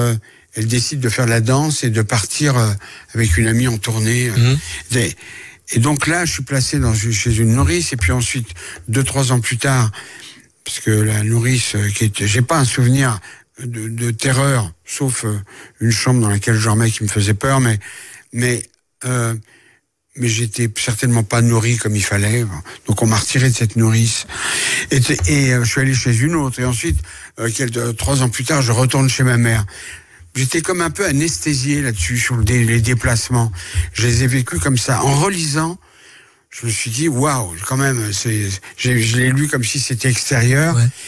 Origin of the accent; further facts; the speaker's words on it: France; born there; Alors donc, ma mère lui a pris un billet de bateau, et elle a traversé l'Atlantique, et je suis né en France avec elle.